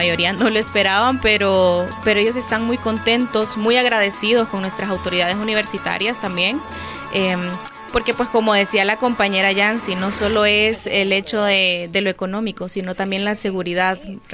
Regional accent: Tegucigalpa, Francisco Morazán, Honduras; yo soy de acá, de Tegucigalpa

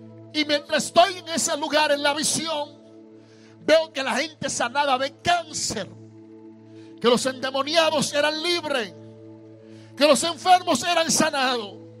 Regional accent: Dominican Republic; now in Newark, United States; llego a mi país, a República Dominicana, y comienzo a predicar en un sector llamado Capotillo en mi país.

